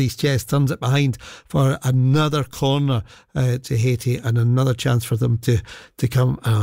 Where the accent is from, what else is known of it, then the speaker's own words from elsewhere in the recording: Scotland, United Kingdom; I have to say that as a Scot, I'm getting very nervous now, very nervous as to whether Scotland can hold out for the next 73 minutes.